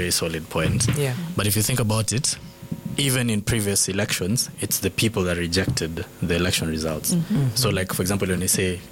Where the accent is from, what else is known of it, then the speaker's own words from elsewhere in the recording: Nanyuki, Laikipia County, Kenya; I come from Nanyuki